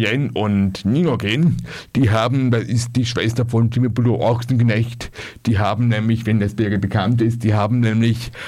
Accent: Italy; Ich bin Italiener.

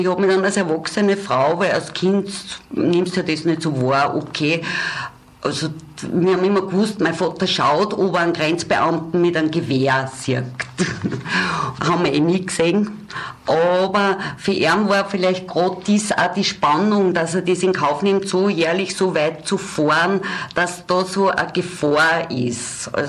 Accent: Aschach an der Donau, Upper Austria, Austria; ich bin in Aschach an der Donau groß geworden

